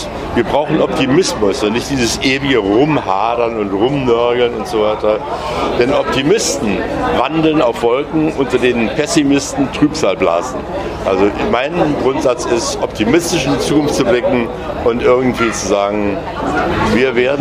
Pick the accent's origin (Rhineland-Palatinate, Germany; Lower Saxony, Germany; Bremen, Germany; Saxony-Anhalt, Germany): Saxony-Anhalt, Germany; Dessau; moved away; Naja, ich komme hier aus Dessau. Ich bin hier sogar irgendwann mal Ehrenbürger geworden.